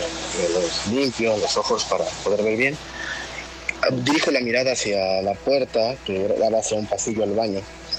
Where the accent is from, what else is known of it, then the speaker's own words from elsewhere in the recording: Veracruz, Mexico; soy de Veracruz.